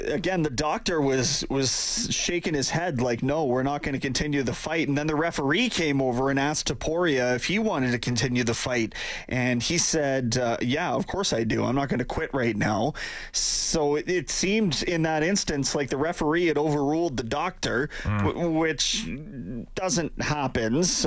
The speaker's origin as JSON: {"language": "English", "country": "Canada", "said": "as a Canadian"}